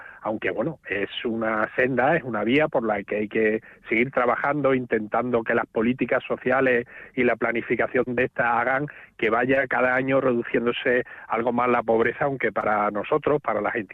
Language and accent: Spanish; Extremadura, Spain; como extremeños, y yo me siento muy extremeño